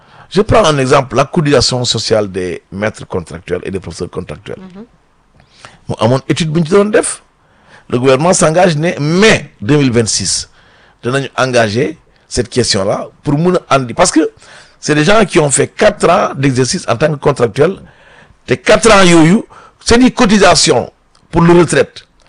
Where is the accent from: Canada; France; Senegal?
Senegal; que en tant que sénégalais simplement qu'il puisse jouir d'un minimum mais de considération de la part de son état.